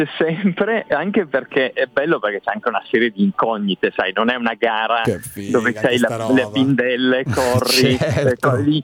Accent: Piedmont, Italy; per me che sono piemontese

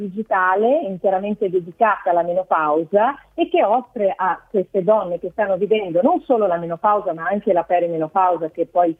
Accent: Brazil; now in Italy; Anche da brasiliana, come imprenditrice in Italia

